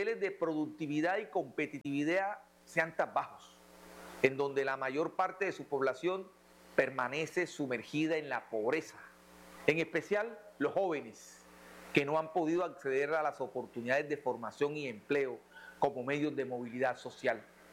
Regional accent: Córdoba, Colombia; a mi tierra, a mi departamento. En estas tierras nací, en estas tierras he crecido, en estas tierras he construido un proyecto de vida, en estas tierras me he formado y en estas tierras he servido.

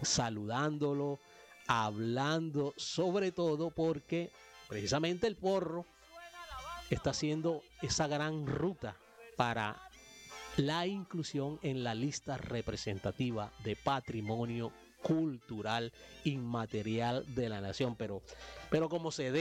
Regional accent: Córdoba, Colombia; Nosotros aquí eso lo llevamos como en la vena, en la sangre. Nos marca, nos transversa como cordobeses, como caribes, como colombianos.

